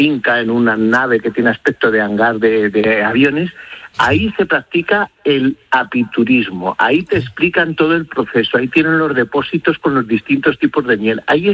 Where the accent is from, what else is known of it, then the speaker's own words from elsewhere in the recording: Castile and León, Spain; él era de cerca de mi pueblo, era de Piedrahíta